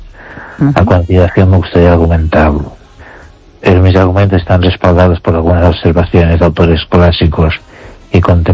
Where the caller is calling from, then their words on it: Ourense, Galicia, Spain; desde Orense.